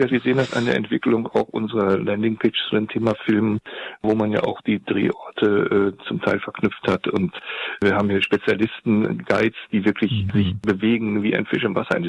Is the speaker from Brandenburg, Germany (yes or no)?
yes; Potsdam, Brandenburg, Germany; Also als Potsdamer sieht man das natürlich besonders gut.